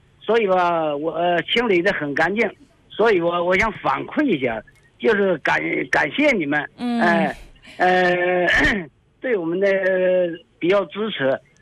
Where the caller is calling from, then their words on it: Zibo, Shandong, China; 那个我是淄川区柳泉生活区。